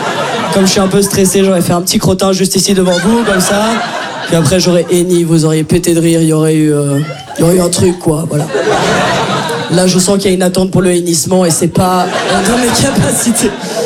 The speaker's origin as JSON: {"language": "French", "region": "Brussels", "country": "Belgium", "accent": "Brussels"}